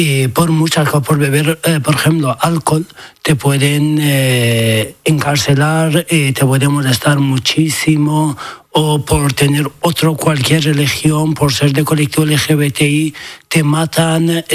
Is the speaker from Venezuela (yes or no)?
no; Iran; Spanish is a second language; A ver, ser homosexual en mi país está, no es algo que se habla ni en la educación, ni en el sistema, ni políticamente